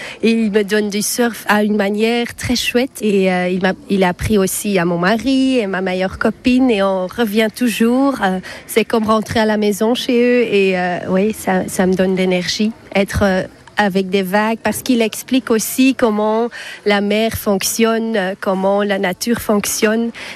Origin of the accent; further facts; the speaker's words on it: Flanders, Belgium; Oui, je viens de la Belgique, la partie flamande.